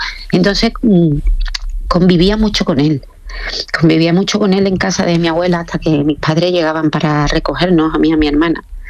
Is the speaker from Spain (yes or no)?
yes; Spain; nosotros somos de Cama, que somos muy conocidos en Cama